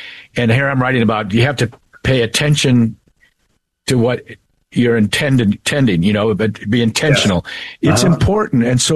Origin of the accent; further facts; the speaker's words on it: Santa Cruz, California, United States; now in Texas, United States; When I moved from California to Texas, I was like, I was raised in a place, Santa Cruz, where I never glistened with perspiration unless I was working up a sweat.